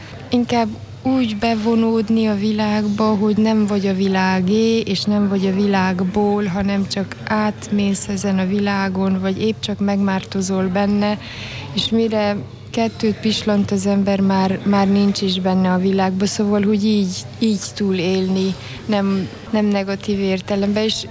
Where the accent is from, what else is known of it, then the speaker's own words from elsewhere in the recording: Moldavia, Romania; Moldvába születtem, Románia keleti részén. Egy magyar, katolikus magyar parasztfaluban nőttem föl.